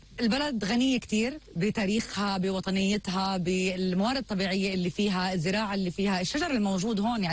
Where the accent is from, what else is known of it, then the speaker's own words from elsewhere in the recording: Palestine; واجبنا كفلسطينيين جميعا